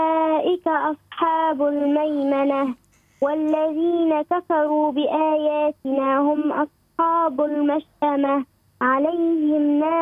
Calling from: Gafsa, Gafsa Governorate, Tunisia

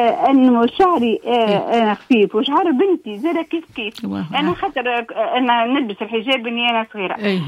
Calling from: Sousse, Sousse Governorate, Tunisia; انا لا انا من سوسة راهو

